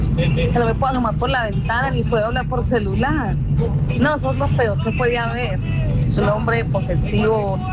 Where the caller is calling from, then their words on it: Santa Rosa de Cabal, Risaralda, Colombia; de Calle Santa Rosa de Cabal.